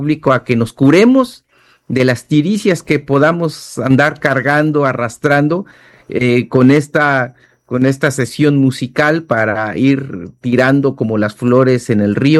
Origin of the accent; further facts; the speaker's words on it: Tezoatlán de Segura y Luna, Oaxaca, Mexico; Entonces, en la tradición de mi pueblo, por ejemplo, en la Mixteca, en Tezoatlán de Segura y Luna, Oaxaca, se cura tirando flores al río